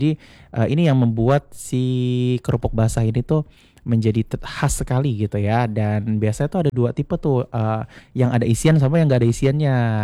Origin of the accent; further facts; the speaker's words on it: Pontianak, West Kalimantan, Indonesia; kita juga kadang yang dari Pontianak